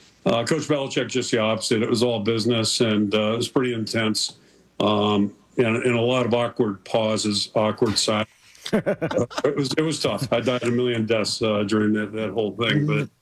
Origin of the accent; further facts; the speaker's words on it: Pittsburgh, Pennsylvania, United States; moved away as an adult; Yeah, I didn't know much about the Big Ten when I got here in 1981, growing up in Pittsburgh.